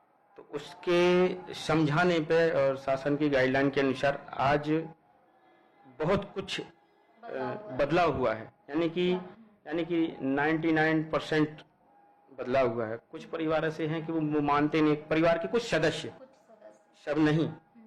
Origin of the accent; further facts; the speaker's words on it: Niwari district, Madhya Pradesh, India; मैं ग्राम पंचायत जोगियाई से बिलोंग करता हूँ